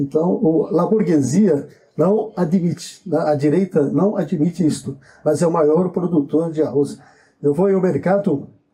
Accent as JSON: {"language": "Portuguese", "town": "Curitiba", "region": "Paraná", "country": "Brazil", "said": "eu sou de Curitiba, capital do estado do Paraná, região sul do Brasil"}